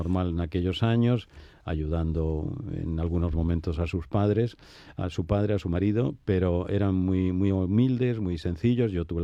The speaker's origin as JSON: {"language": "Spanish", "town": "Villa del Río", "region": "Andalusia", "country": "Spain", "said": "Pues mira, vengo de Villa del Río."}